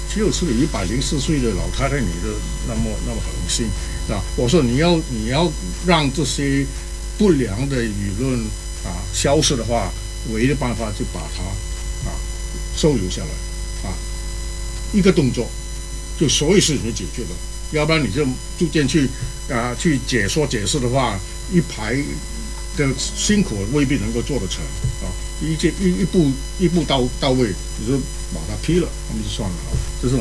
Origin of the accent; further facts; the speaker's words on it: Malaysia; 我是讲讲我的背景，我是马来西亚长大的。马来西亚啊，我毕业的那个中学呢，叫做尊孔中学，尊孔过名行中学。